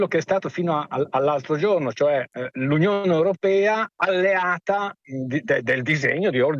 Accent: Mantua, Lombardy, Italy; now in Bologna, Italy; Buongiorno … chiamo da Bologna, anche se sono di Mantova.

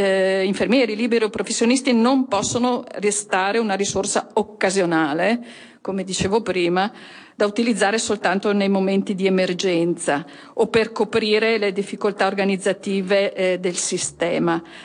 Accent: Veneto, Italy; Piccola battuta, da Veneto a Veneto

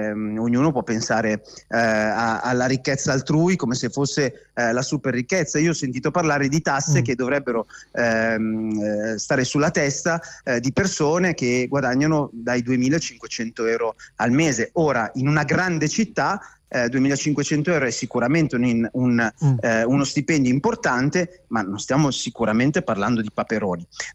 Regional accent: Milan, Lombardy, Italy; accent: Milanese; Io sono milanese, come sapete e sentite dal mio accento

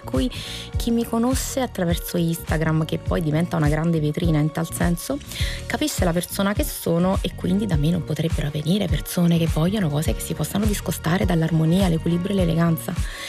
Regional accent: Switzerland; Tu sai bene, perché io sono svizzera

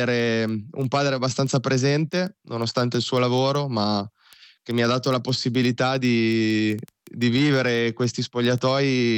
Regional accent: Parma, Emilia-Romagna, Italy; now in Lille, France; io sono nato e cresciuto a Parma

